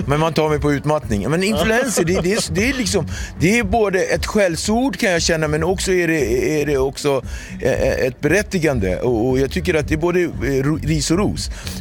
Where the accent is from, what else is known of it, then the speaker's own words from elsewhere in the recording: Cape Verde; now in Sweden; Ja, jag är från Kap Verde.